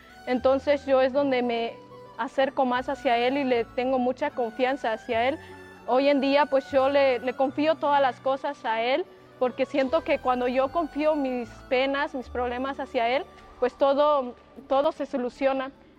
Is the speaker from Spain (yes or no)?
no; Tacaná, San Marcos, Guatemala; moved away as an adult; now in Mexico; vengo de la parroquia de Tacaná, San Marcos, del país de Guatemala.